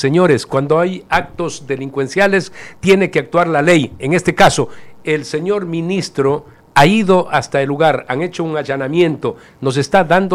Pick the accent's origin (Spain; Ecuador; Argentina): Ecuador